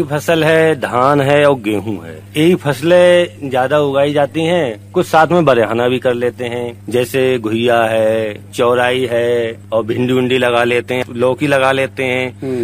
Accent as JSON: {"language": "Hindi", "area": "Bareilly district", "region": "Uttar Pradesh", "country": "India", "said": "हम ग्राम जमुनिया के रहने वाले हैं जो ब्लॉक नवागुंज पड़ता है, तहसील भी नवागुंज पड़ती है हमारी और जिला बरेली पड़ता है ये।"}